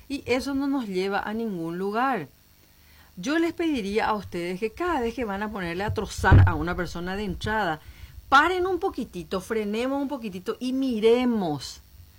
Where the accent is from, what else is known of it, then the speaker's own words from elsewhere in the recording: Paraguay; tenemos que poner esa garra guaraní